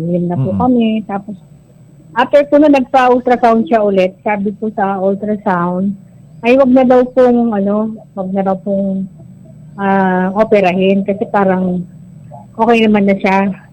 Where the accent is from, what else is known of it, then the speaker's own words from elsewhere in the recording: San Jose City, Nueva Ecija, Philippines; Taga San Jose City, Nueva Ecija po.